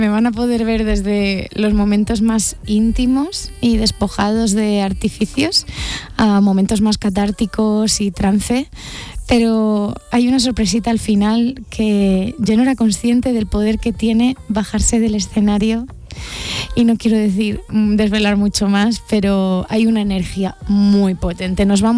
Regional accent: Valencian Community, Spain; mi pueblo. Tú imagínate un pueblo de la Comunidad Valenciana

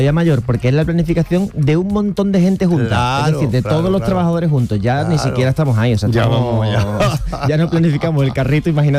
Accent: Cádiz, Andalusia, Spain; born there; Bueno, yo nací en Cádiz y entonces...

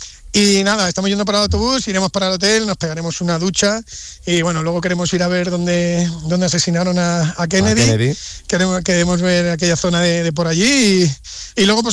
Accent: Spain; Y yo, ante todo, soy súper español.

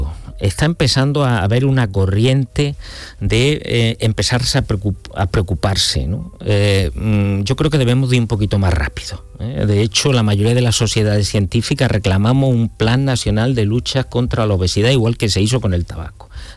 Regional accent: Montoro, Andalusia, Spain; No, soy cordobés, nací en Montoro.

